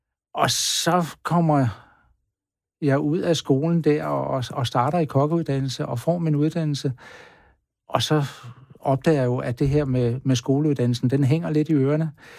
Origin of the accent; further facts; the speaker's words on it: Ry, Central Denmark Region, Denmark; min skolegang i Midtjylland Ry, hvor jeg voksede op.